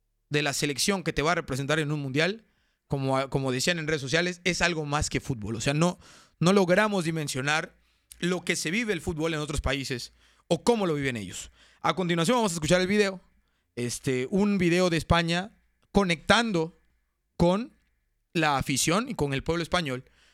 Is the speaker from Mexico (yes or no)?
yes; Mexico